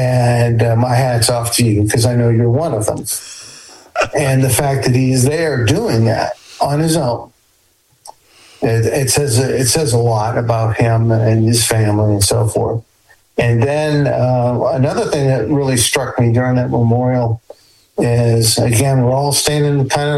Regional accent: United States; I'm American. I'm a member of the American Legion in Kennebunk. I've got the York VFW.

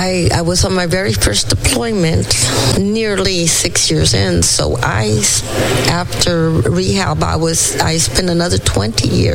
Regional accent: San Francisco, California, United States; it was during the Vietnam era that as I grew up in San Francisco, I used to see a lot of service members in town in uniform and also in church.

